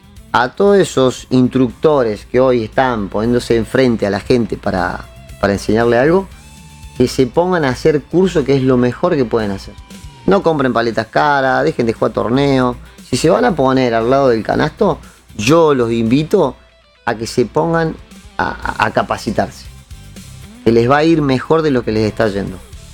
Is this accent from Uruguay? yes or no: no; Argentina